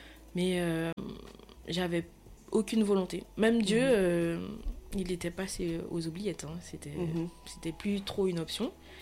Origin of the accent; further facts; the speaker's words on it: Guadeloupe; En fait, j'ai grandi en Guadeloupe avec mes parents et tout.